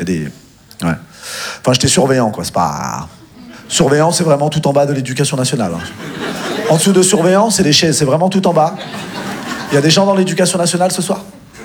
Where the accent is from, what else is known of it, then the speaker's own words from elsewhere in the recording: Quimperlé, Brittany, France; Mais si vous voyez, déjà là d'où je viens à Quimperlé, on n'avait pas les sports cool.